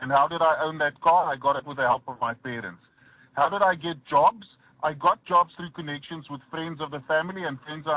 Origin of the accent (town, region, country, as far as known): South Africa; born there; first language English